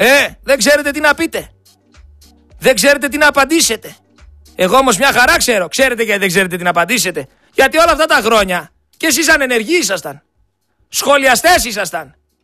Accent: Greece; Είμαι Έλληνας πολίτης

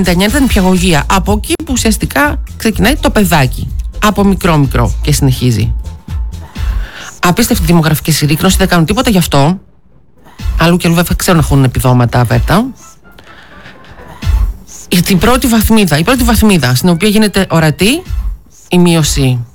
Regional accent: Greece

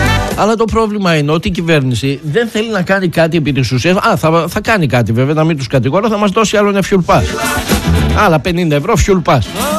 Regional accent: Greece; Μήπως, λέω, μήπως θα υποφεληθούμε κι εμείς σαν Έλληνες.

